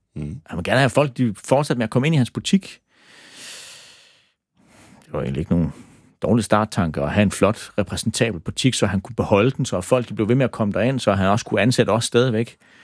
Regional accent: Sønderborg, Region of Southern Denmark, Denmark; Altså, jeg er vokset op i Sønderborg. Helt normal middelklasse

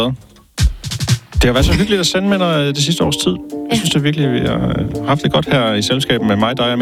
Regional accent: Jutland, Denmark; Jeg har jo selv lavet den, så fordi jeg er fra Jylland, så kan den være midt imellem.

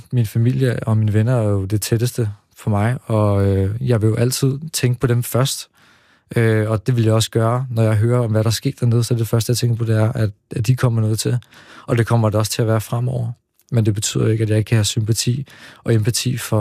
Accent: Slagelse, Zealand, Denmark; Altså jeg er vokset op i delvist i Slagelse, hvor at jeg flere gange er blevet enten troet eller jagtet på baggrund af, hvor jeg er fra.

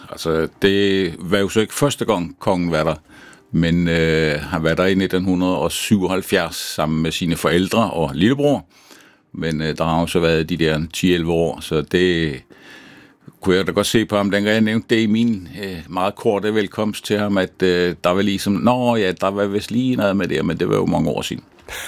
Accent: Rønne, Capital Region of Denmark, Denmark; moved away as an adult; Jeg er født nede i Rosengade nummer 21 på første sal på spisebordet kl. 9.50, for at være helt præcis.

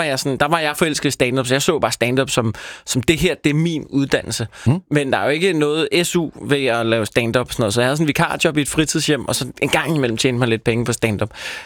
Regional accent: Copenhagen, Capital Region of Denmark, Denmark; Og jeg er jo ærke københavner

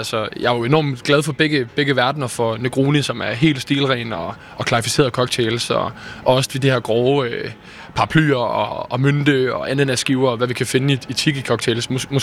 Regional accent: Kolding, Region of Southern Denmark, Denmark; Min dialekt kan måske afsløre, at jeg er fra Kolding.

